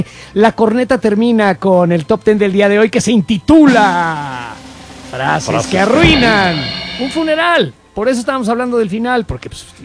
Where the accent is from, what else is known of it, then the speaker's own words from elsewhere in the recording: Mexico; tenemos esta necesidad de que se vea que estamos llorando y sufriendo horriblemente, porque porque somos mexicanos.